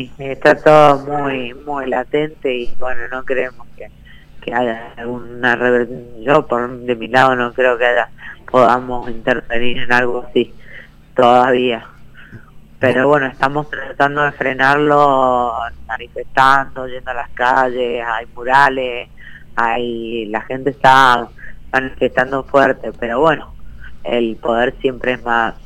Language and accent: Spanish; Mendoza, Argentina; moved away as an adult; Yo viví muchos años afuera, viví 25 años afuera, fui a los 18 y volví a los 40.